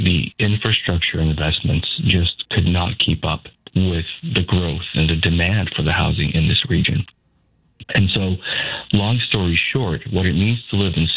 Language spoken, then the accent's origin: English; Victoria, British Columbia, Canada; I grew up in the city. I grew up in Victoria. And for a little while, we lived in Esquimalt.